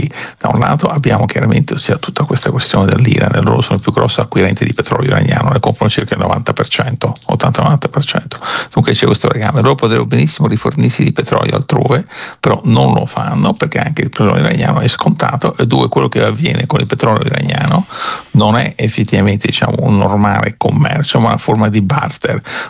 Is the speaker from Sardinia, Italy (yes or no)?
no; Rome, Lazio, Italy; io sono cresciuto a Roma